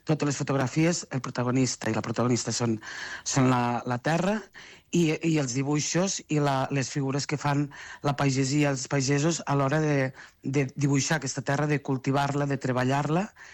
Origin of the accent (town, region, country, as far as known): Catalonia, Spain